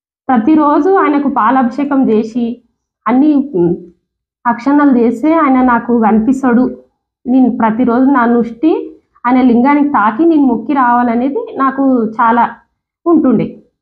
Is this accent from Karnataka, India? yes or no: yes; Karnataka, India; now in Hyderabad, India; మాది కర్ణాటక అని చెప్పిన నేను.